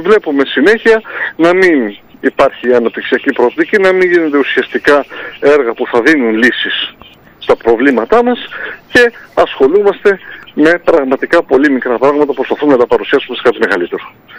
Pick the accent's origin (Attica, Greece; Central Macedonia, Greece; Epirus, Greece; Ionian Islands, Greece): Ionian Islands, Greece; Zakynthos; εμείς κάναμε πρωτοβουλία σαν Ζακυνθινή, σαν κάτοικος του νησιού.